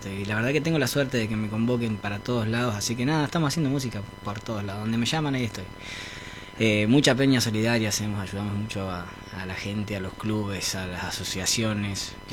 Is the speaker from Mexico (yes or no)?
no; Tolhuin, Tierra del Fuego, Argentina; also born or lived in Colón, Buenos Aires; now in Ushuaia, Argentina; Vine un año a vivir a Ushuaia y nos volvimos de vuelta para Tolwyn y me crié ahí en Tolwyn.